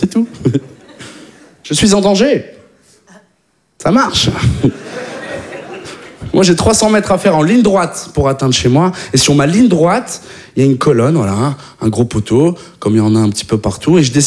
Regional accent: Occitanie, France; now in Paris, France; Je viens de la campagne toulousaine, moi. J'ai jamais vraiment été confronté à un vrai danger. Aujourd'hui, j'habite à Barbès.

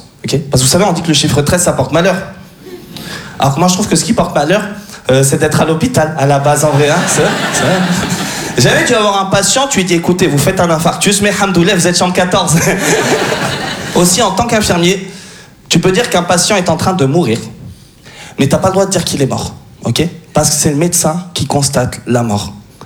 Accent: France; j'ai 28 ans, d'accord. Je suis français d'origine tunisienne.

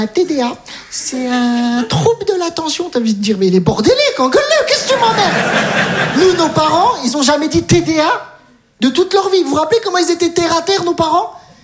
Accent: Metz, Grand Est, France; Je viens de Metz, j'ai tout abandonné

